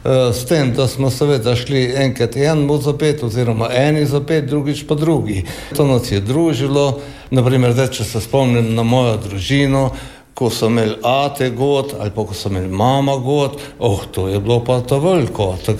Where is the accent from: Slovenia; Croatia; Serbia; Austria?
Slovenia; Laško, Savinja; born there; iz Laškega, rojen sem bil v Hribih